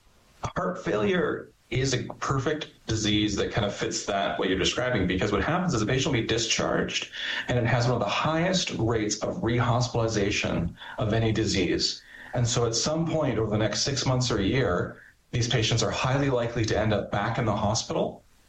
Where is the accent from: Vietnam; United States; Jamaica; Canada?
Canada; I'm Canadian, and I believe very strongly in our universal healthcare system